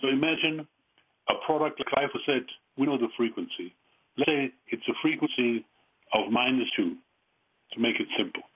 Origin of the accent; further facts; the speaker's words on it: Germany; accent: German; English is a second language; moved away as an adult; now in United States; Yes, with my strong German accent. I came to the United States as an adult, so I didn't live here all my life. I moved to the United States 25 years ago